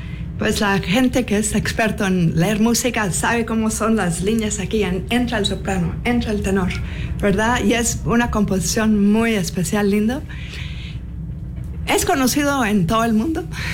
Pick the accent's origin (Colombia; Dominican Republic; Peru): Dominican Republic; born there; Nací en la República Dominicana.